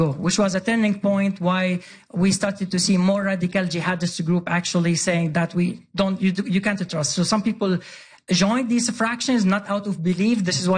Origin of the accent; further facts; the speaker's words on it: Sweden; No, very appreciated because I grew up in Sweden.